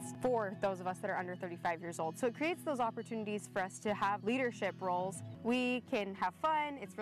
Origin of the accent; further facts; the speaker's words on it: Idaho, United States; I grew up on a commercial beef cattle ranch in Western Idaho.